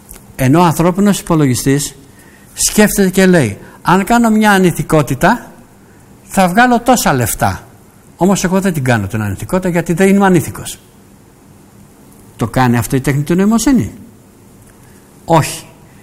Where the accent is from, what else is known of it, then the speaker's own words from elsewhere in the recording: Piraeus, Attica, Greece; Εγώ είμαι πειραιώτης.